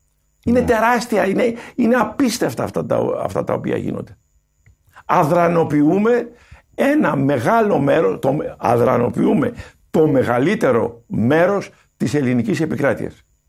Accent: Iraklia, South Aegean, Greece; Δηλαδή στο νησί μου, στην Ηρακλιά, φαντάζομαι να το ξέρετε

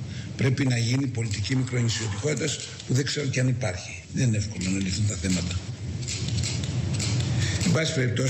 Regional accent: Greece; Είμαστε Έλληνες και θα μείνουμε Έλληνες. Είμαστε Ορθόδοξοι και θα μείνουμε Ορθόδοξοι.

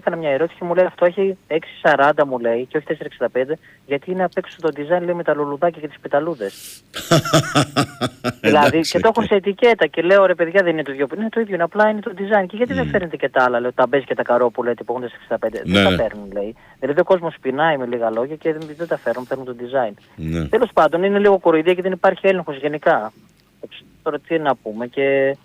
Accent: Trikala, Thessaly, Greece; Και εγώ γενικά δεν είμαι από εδώ, είμαι σύζυγος, εγώ από Τρίκαλα είμαι.

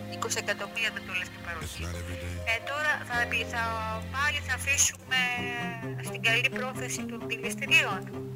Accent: Northern Greece, Greece; εσείς και εγώ το γνωρίζουμε πολύ καλά, γιατί είμαστε από τη Βόρεια Ελλάδα.

